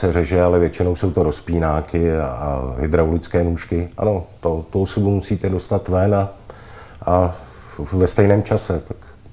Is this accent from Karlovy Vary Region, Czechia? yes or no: no; Prague, Czechia; protože jsem z Bohnic, což taky není úplně jednoduchý být z Bohnic, jako malý kluk, když někam přijdete, řeknete, že jste z Bohnic